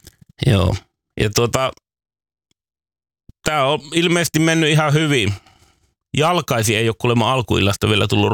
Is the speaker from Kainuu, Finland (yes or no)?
no; Raahe, North Ostrobothnia, Finland; Raahesta, josta itse olen kotoisin